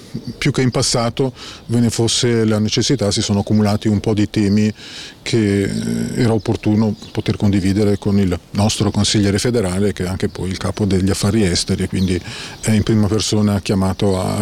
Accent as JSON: {"language": "Italian", "region": "Ticino", "country": "Switzerland", "said": "ci sono sembrati, come ticinese e come ticino, dei gesti forti nei nostri confronti."}